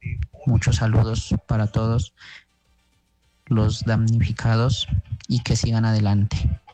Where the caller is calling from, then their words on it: Túquerres, Nariño, Colombia; Me comunico desde Túquerres, Nariño.